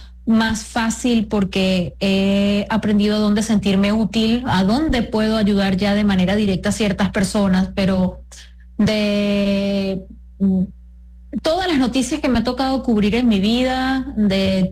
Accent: La Guaira, Venezuela; moved away as an adult; Soy de La Guaira, tenía familia en el estado Vargas.

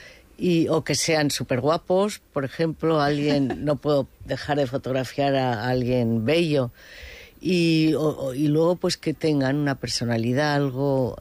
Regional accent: San Sebastián, Basque Country, Spain; aquí, en mi pueblo. Me han tratado siempre bien aquí en San Sebastián.

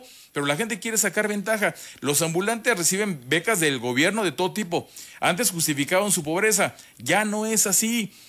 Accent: Mexico

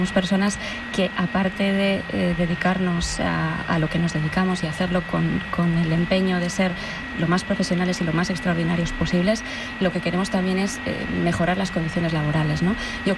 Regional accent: León, Castile and León, Spain; moved away as an adult; Yo tampoco soy de aquí, yo soy de León.

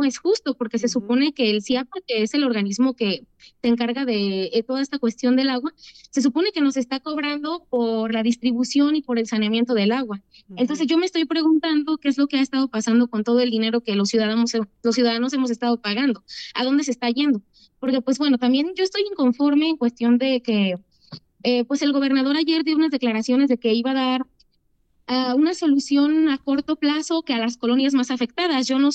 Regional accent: Guadalajara, Jalisco, Mexico; Bueno, yo hablo también por mi municipio en específico, que soy de Guadalajara.

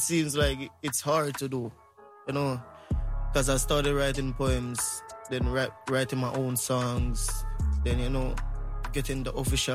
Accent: Montego Bay, Saint James, Jamaica; born there; accent: patois

